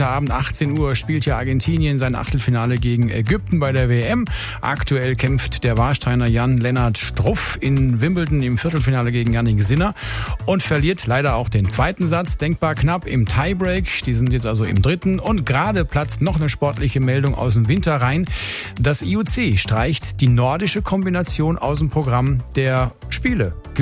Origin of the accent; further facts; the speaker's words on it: Germany; Das haben wir als Deutsche schon einige Male ziemlich gut gemacht in der Vergangenheit